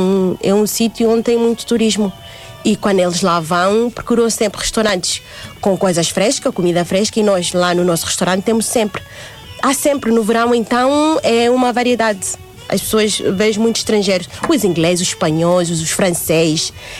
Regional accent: Oshakati, Oshana, Namibia; Portuguese is a second language; Depois de Vinduque, mais populada, Vinduque, depois vem o Chacate, de onde eu sou.

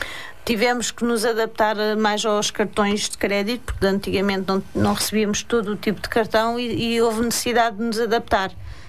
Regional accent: Mafra, Lisbon, Portugal; born there; moved away; also born or lived in her home village (unnamed); Cá em Mafra, foi cá que os meus pais construíram raízes e vivi 8 anos em Mafra ainda. Ainda consegui viver cá em Mafra 8 anos e, entretanto, fui para a minha aldeia.

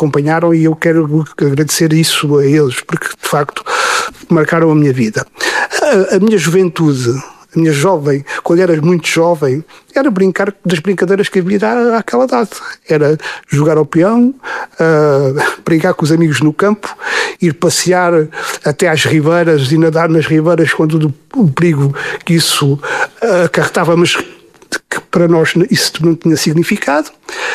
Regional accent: Arronches, Alentejo, Portugal; A minha infância foi toda feita em Arronches, porque o meu pai era guarda fiscal. Quando eu nasci, ele já vem para Arronches, e a minha infância é passada com.

